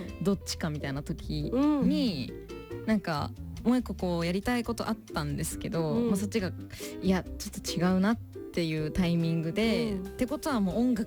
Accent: Shizuoka, Japan; also born or lived in Switzerland; スイス生まれの静岡県出身、27歳、シンガーソングライターです。

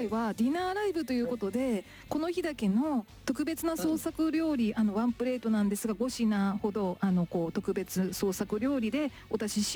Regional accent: Kagawa, Japan; 私も実は瀬戸内海を挟んで香川県出身なんですけれども。

